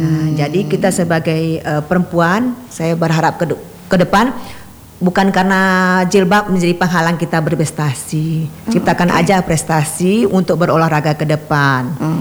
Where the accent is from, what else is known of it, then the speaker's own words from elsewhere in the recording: Aceh, Indonesia; Kalau bisa nanti kita dari Aceh Tengah, kalau bisa diambil bibit-bibitnya